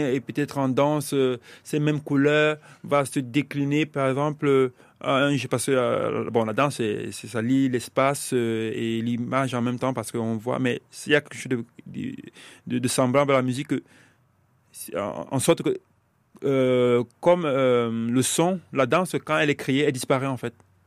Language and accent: French; Cameroon; moved away; je viens du Cameroun, au Cameroun, je vivais déjà comme un exilé.